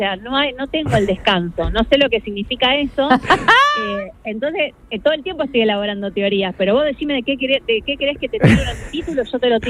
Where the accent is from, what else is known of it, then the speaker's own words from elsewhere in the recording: Argentina; a nosotros como argentinos